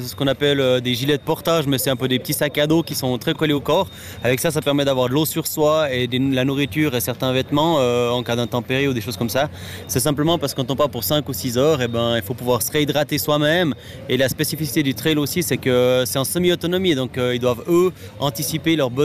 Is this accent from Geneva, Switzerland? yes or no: no; Charmey, Fribourg, Switzerland; je viens de Charmaisan